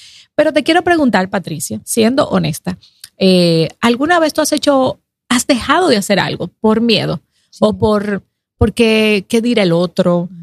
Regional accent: San Francisco de Macorís, Duarte, Dominican Republic; moved away as an adult; mucha gente en San Francisco de Macorís, que es el pueblo donde yo nací y me crié, ajá, hasta el momento de la universidad

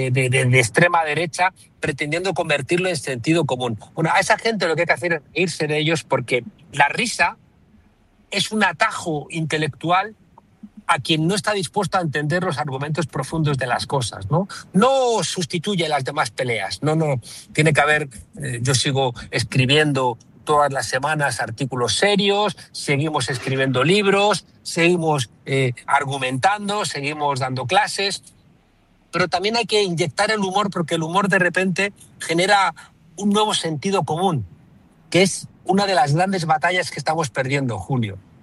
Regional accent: Spain; en España, en mi país

